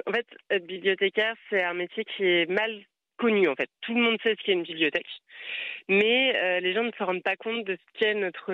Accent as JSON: {"language": "French", "region": "Brittany", "country": "France", "said": "je suis bretonne, je l'exerce dans les Côtes d'Armor, à Fréhel."}